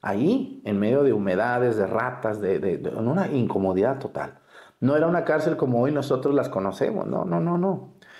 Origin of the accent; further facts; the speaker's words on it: Mexticacán, Jalisco, Mexico; a un ladito de mi pueblo en Mexicacán.